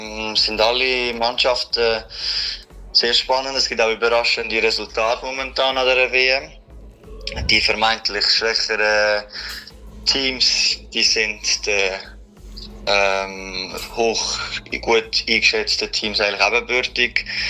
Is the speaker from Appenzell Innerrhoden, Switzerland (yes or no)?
no; Adligenswil, Lucerne, Switzerland; ich komme aus Adligenswil, bin 26